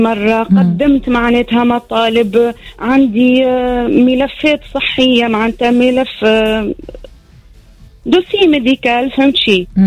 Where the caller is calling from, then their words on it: Sfax, Sfax Governorate, Tunisia; انا مواطنة من صفاقس.